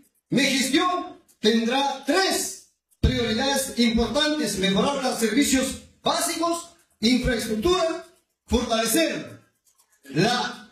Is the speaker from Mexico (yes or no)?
no; Pichanaki, Junín, Peru; nuestro pueblo Pichanaki